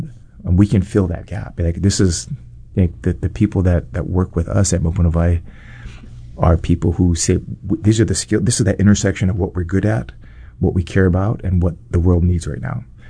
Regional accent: Kailua, Hawaii, United States; You know, I grew up on Oahu, in Kailua. And, you know, we moved over to Molokai.

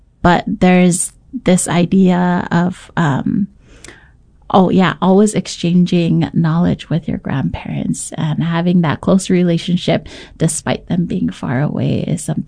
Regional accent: Oahu, Hawaii, United States; I grew up here on Oahu

